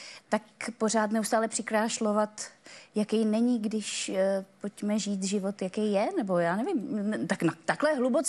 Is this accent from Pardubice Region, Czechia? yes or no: no; Plzeň, Plzeň Region, Czechia; also born or lived in Prague; now in Ostrava, Czech Republic; No, tak za svoje dětství v Plzni třeba 12krát, to bylo do 12 let. pak jsem bydlela v Praze nějakých 5-6 let